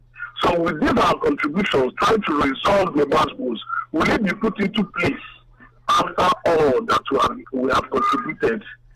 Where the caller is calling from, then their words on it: Port Harcourt, Rivers, Nigeria; I'm calling from Port Harcourt.